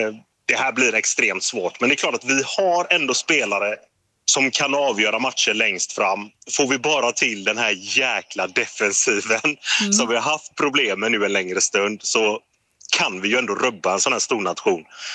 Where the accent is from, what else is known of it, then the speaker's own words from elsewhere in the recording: Gothenburg, Västra Götaland County, Sweden; moved away; med familjen hemma i Göteborg